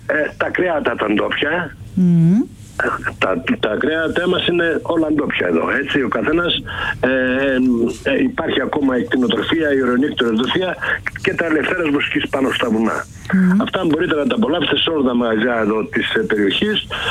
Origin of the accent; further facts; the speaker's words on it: Skamneli, Epirus, Greece; το χωριό μου, το Σκαμνέλ.